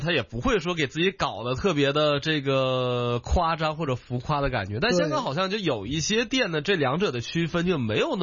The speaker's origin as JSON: {"language": "Chinese", "region": "Northeast China", "country": "China", "moved": "yes", "said": "我也是东北人嘛"}